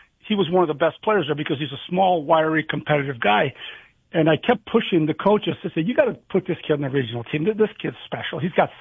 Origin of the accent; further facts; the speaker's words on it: Windsor, Ontario, Canada; I grew up in Windsor, and, back in the 70s, we had a team called Windsor Stars.